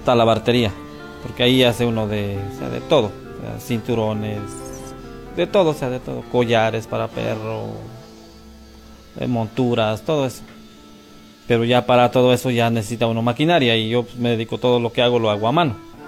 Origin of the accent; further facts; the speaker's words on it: Medio Monte, Hidalgo, Mexico; moved away as an adult; now in San Bartolo Tutotepec, Mexico; yo soy de Medio Monte, originario de Medio Monte, pero ahora sí que me casé, me vine para acá a San Bartolo.